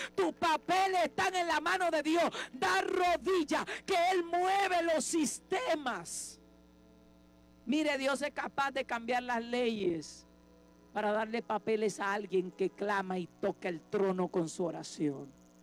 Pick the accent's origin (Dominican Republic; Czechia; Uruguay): Dominican Republic; nosotros como dominicanos